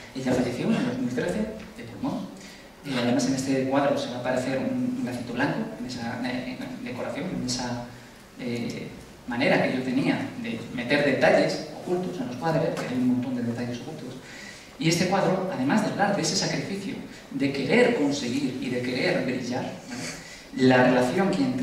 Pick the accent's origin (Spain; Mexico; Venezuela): Spain; Madrid, Community of Madrid; Porque yo soy de Aluche, nunca me matéis, pero soy de Aluche.